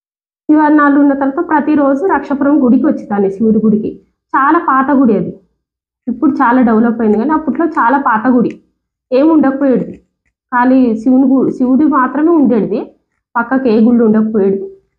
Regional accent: Karnataka, India; అంటే మాది కర్ణాటక అని చెప్పిన నేను.

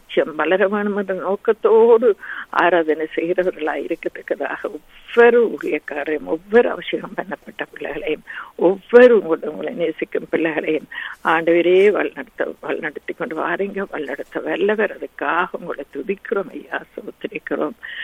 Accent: Sri Lanka; அன்பின் தேவனே, நாங்கள் பிறந்து வளர்ந்த இலங்கை தீவுக்காக உங்களை வருகிறோம் ராஜா.

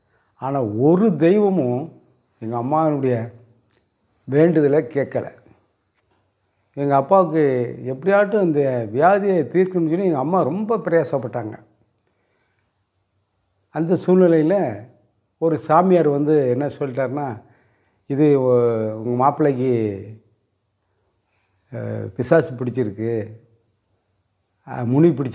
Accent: Tamil Nadu, India; ஒரு சின்ன கிராமம், தாமிரபரணி ஆற்று ஓரத்தில் இருக்குது. நல்ல விவசாயம் செய்யக்கூடிய இடம். அங்கே தான் நான் பிறந்து வளர்ந்தது.

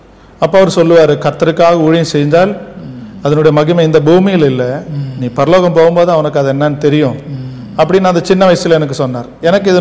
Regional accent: Gudalur, Tamil Nadu, India; born or raised there; also born or lived in Avadi, Tamil Nadu

